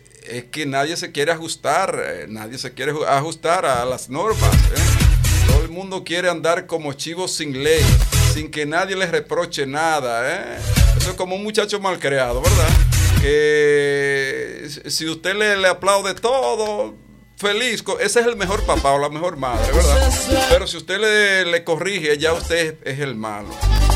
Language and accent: Spanish; Sánchez, Samaná, Dominican Republic; now in Santiago, Dominican Republic; Mi tierra, Sánchez. Saludos para todos los sancheros por allá, ¿verdad? Aquí está su hijo. Aquí está su hijo. Ey, aquí en Santiago, ¿verdad?